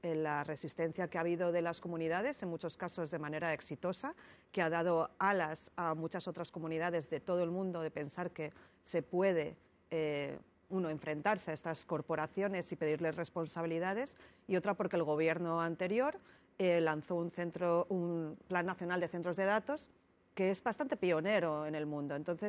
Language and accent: Spanish; Spain; Se echa de menos en lugares como en España, de donde yo soy.